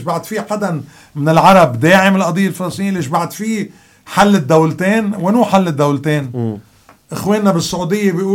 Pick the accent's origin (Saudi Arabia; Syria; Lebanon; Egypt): Lebanon; أنا ما برضى … كلبناني مسيحي ماروني